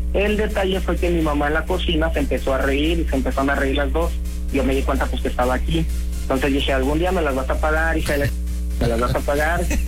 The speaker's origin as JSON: {"language": "Spanish", "town": "Acapulco", "region": "Guerrero", "country": "Mexico", "tie": "born or raised there", "said": "Así es, nacido y crecido aquí en Acapulco."}